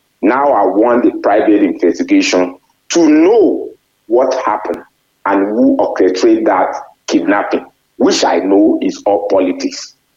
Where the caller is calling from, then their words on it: Nigeria; As a Nigerian